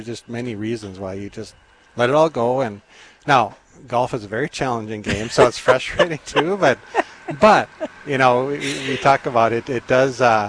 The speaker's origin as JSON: {"language": "English", "region": "North Dakota", "country": "United States", "said": "I'm from Western North Dakota."}